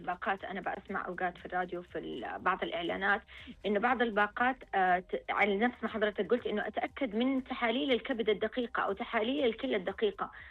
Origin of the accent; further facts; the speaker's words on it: Saudi Arabia; عندنا في المملكة العربية السعودية